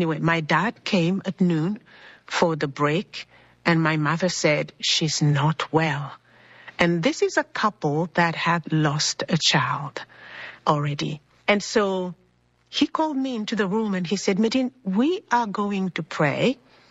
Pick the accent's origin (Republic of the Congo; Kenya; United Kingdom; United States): Republic of the Congo; Brazzaville; I was born and raised in Congo Brazzaville.